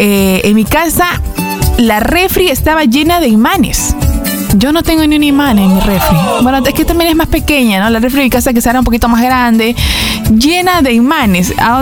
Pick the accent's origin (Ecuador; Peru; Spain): Peru; hay cosas también que nos unen como peruanos.